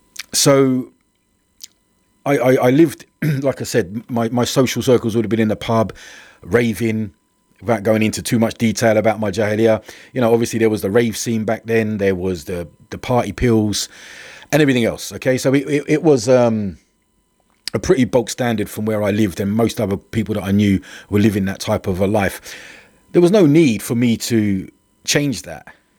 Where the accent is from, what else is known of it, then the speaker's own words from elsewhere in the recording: Luton, East of England, United Kingdom; I grew up in Luton in a ordinary environment. I live on an estate marsh farm. Anyone from Luton will know that, will hear of it.